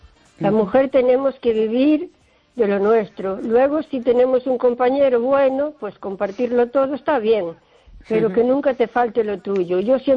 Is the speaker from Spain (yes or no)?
yes; O Carballiño, Galicia, Spain